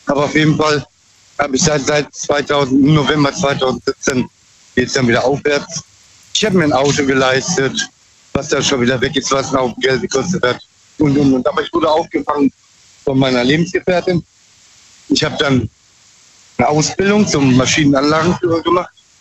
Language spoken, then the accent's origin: German; Bruchsal, Baden-Württemberg, Germany; Ich komme aus Bruchsal.